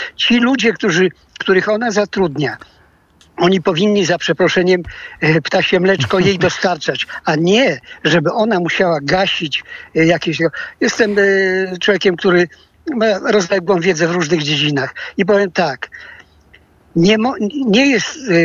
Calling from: Lublin, Lublin Voivodeship, Poland; z Lublina.

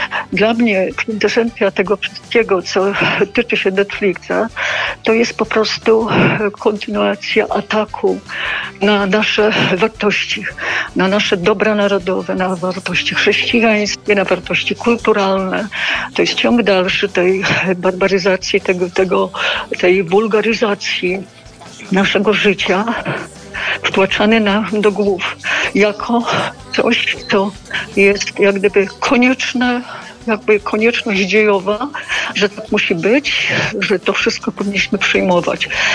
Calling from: Masovian Voivodeship, Poland; Dzwonię spod Warszawy.

